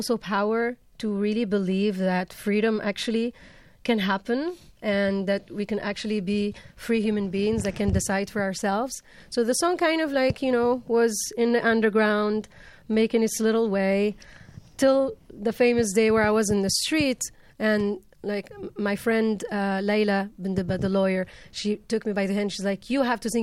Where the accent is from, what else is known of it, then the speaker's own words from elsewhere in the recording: Tunisia; growing up in Tunisia, you feel that you really need to shake things up. And also as a woman, as a young woman, I felt like there were so many things wrong with us, with the Arab world.